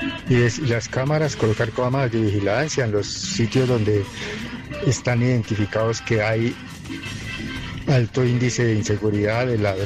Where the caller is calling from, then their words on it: Sopó, Cundinamarca, Colombia; Reportando sintonía por aquí de Sopó, Cundinamarca